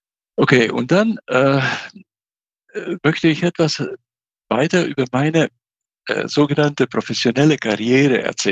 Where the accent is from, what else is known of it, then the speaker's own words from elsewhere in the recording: Croatia; moved away; Ich bin in Kroatien geboren und aufgewachsen in einer sehr netten, mittelgroßen Stadt an der Adriaküste.